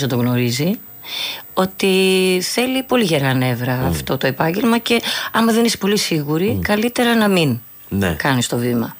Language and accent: Greek; Agioi Anargyroi, Attica, Greece; also born or lived in Boston, United States; Εγώ μεγάλωσα στους Αγίους Αναργύρους. Ναι. Έχω γεννηθεί εκτός Ελλάδας, έχω γεννηθεί Αμερική.